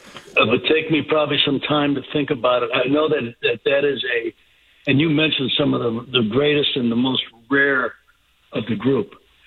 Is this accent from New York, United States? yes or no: no; Chicago, Illinois, United States; They've been special since I was a little kid, growing up in Chicago.